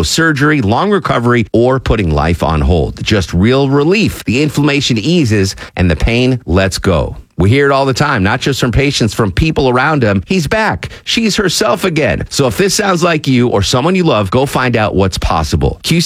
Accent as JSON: {"language": "English", "town": "Torrington", "region": "Connecticut", "country": "United States", "tie": "born or raised there", "said": "She was in a play at the Warner Theater in my hometown of Torrington."}